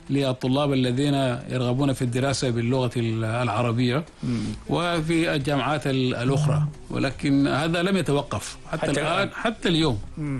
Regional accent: Sudan; moved away as an adult; now in Senegal; أنا سوداني أنا.

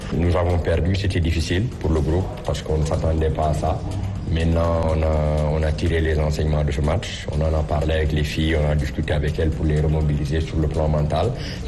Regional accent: Senegal; Mais aussi, nous sommes du Sénégal, nous avons des ambitions.

